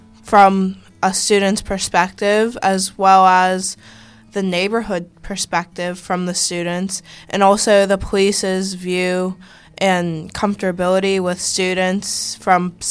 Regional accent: Pittsburgh, Pennsylvania, United States; also born or lived in Monroeville, Pennsylvania; I'm from Morningside, Pittsburgh, and I go to Pittsburgh Brashear. I'm a junior.

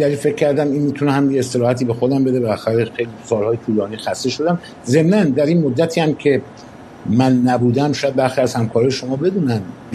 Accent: Iran; این جنگ علیه کشور خودم باشه، وطنم باشه

